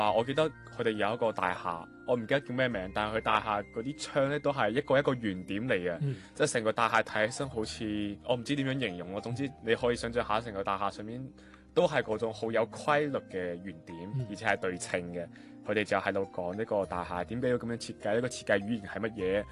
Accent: Macau; moved away as an adult; now in Guangzhou, China; Hello 啊，各位，

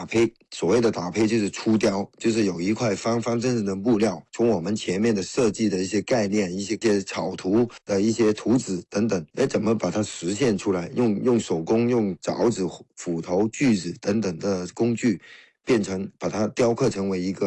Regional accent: Guangzhou, Guangdong, China; 这是归咎于我们广州这个地理条件跟我们的风俗有关。因为我们广州这边的龙舟呢，是在一些狭窄的河涌里面去划

